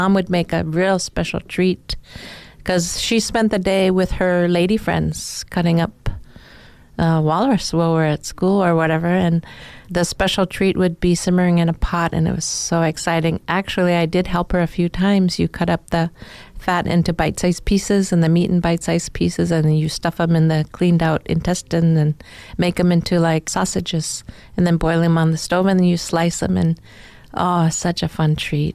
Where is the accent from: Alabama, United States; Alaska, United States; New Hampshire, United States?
Alaska, United States; Utqiagvik; I grew up in the Arctic in Barrow, Utqiagvik